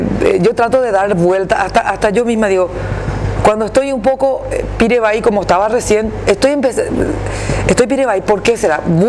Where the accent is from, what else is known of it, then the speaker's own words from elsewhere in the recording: San José de los Arroyos, Caaguazú, Paraguay; Soy de San José de los Arroyos, exactamente.